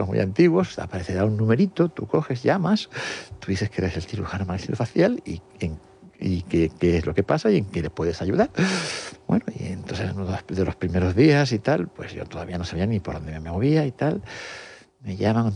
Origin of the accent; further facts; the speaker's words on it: Canary Islands, Spain; moved away as an adult; como todo canario que va a estudiar a Madrid, pues muchos de ellos estudian en colegios mayores